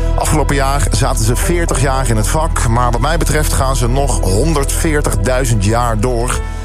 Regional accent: North Brabant, Netherlands; Ik ben een Brabander die dat zegt over een Limburgse band.

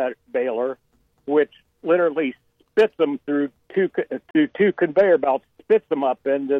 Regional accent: Green, Ohio, United States; born or raised there

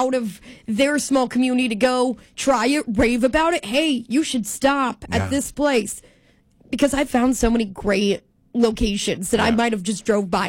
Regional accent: Battle Creek, Nebraska, United States; Born and raised in a small town, Battle Creek

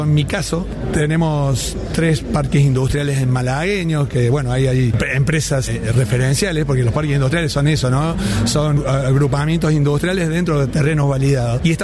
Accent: Córdoba, Argentina; como el cordobés es un orgullo pasar de lo agroindustrial a lo industrial real.

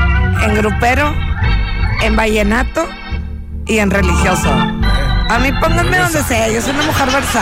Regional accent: Monterrey, Nuevo León, Mexico; Así somos las mujeres regias.

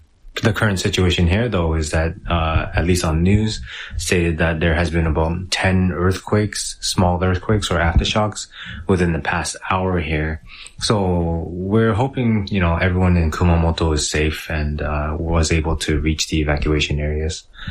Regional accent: Canada; now in Fukuoka, Japan; I am a Canadian currently living in Fukuoka City in Japan.

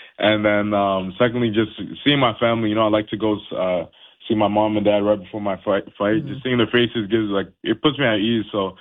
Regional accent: Haiti; also born or lived in United States; now in Canada; I was born down in the States. We were just down there because I'm originally from Haiti. And my parents just came down to the States.

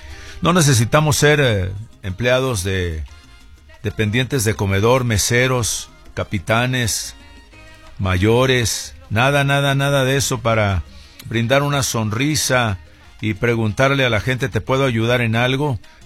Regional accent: Mexico; nosotros somos embajadores de México ante todos los visitantes

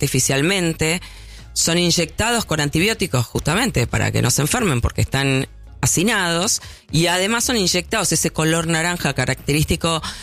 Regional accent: Argentina

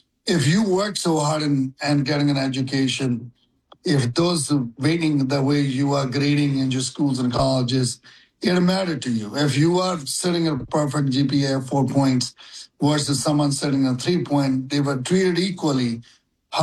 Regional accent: India; English is a second language; now in United States; I'm me coming from India 43 years ago, with no idea what I was going to do here, start my job at $4.15 an hour

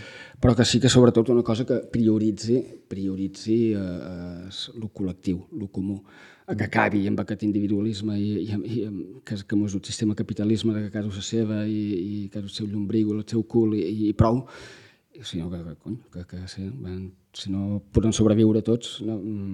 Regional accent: Menorca, Balearic Islands, Spain; ens defineixen com a menorquins, com a menorquines, com a illa

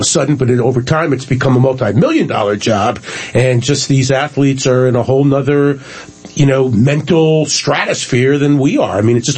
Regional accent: Florida, United States; because I'm from South Florida, and you know, when I was growing up, the Dolphins were back doing what they were doing back in the 1970s

